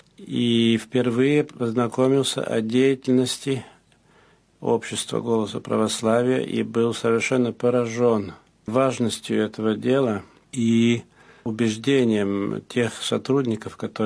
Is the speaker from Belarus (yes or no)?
no; France; also born or lived in Moscow, Russia / Athens, Greece; Я родился во Франции и всегда там жил, за исключением 3 лет, которые я проживал в Москве